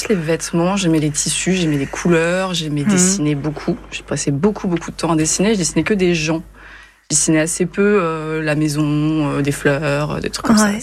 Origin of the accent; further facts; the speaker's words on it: Nantes, Pays de la Loire, France; born there; Je suis née à Nantes. Ouais. Je suis une personne de la région. Ouais. En 1995